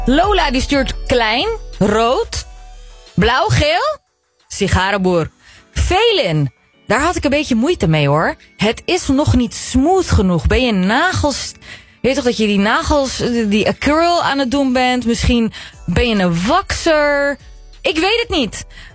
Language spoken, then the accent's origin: Dutch; Netherlands; Wij als Nederlanders hebben ook echt een klaagcultuur.